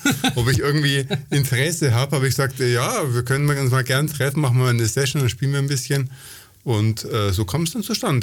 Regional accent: Nuremberg, Bavaria, Germany; born there; also born or lived in Ingolstadt

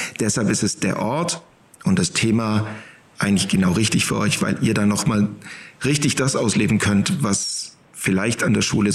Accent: Baden-Württemberg, Germany

